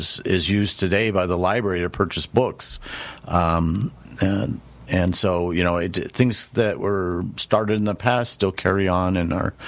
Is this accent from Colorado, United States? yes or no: no; California, United States; now in Las Cruces, United States; I came out from California originally. I was at a history museum out there